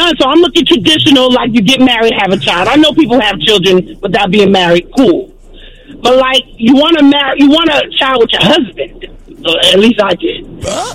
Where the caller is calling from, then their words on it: New Jersey, United States; I'm calling from Jersey.